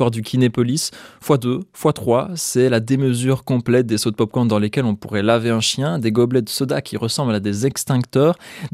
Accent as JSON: {"language": "French", "town": "Liège", "region": "Wallonia", "country": "Belgium", "said": "en tant que bon liégeois."}